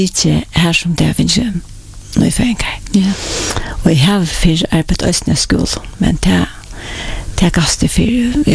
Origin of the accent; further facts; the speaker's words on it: Klaksvík, Faroe Islands; Jag är uppvuxen i Klagsvik. Och jag är född i Surveje. Bodde först i 5 år i Surveje. Och så flottade för äldre med Klagsvik.